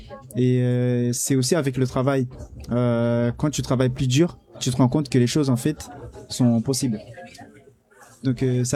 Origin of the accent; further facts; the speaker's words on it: Rwanda; Et c'est un film qui nous a beaucoup touchés parce que on est des Rwandais